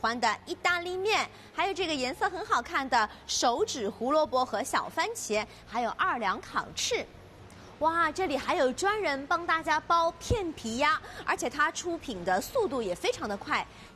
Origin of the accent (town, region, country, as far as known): Shanghai, China